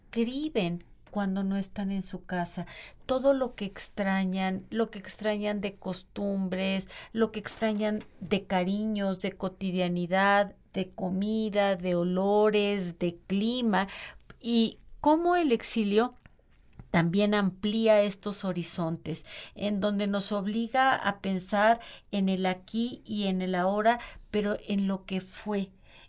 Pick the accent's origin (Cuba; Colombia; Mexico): Mexico; Yo soy mexicana de hueso colorado y nunca, nunca, o sea, he vivido en otros lugares y sé lo que es estar, no en el exilio, pero sí lejos de casa y no, yo no me, espero nunca tener que irme de México.